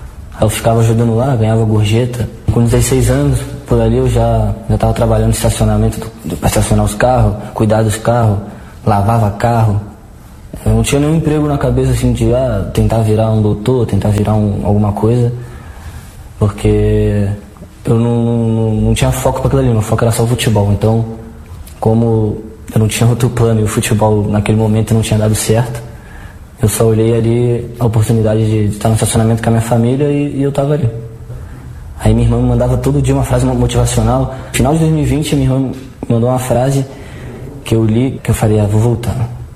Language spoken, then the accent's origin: Portuguese; Florianópolis, Santa Catarina, Brazil; also born or lived in São Luís; Saí do Maranhão com 1 ano de idade, de São Luís do Maranhão. Fui para Florianópolis, fiquei em Florianópolis 16 anos.